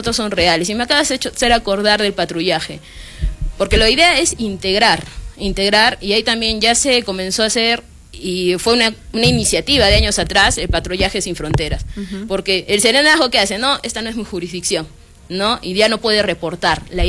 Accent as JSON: {"language": "Spanish", "region": "Arequipa", "country": "Peru", "said": "yo somos arequipeños"}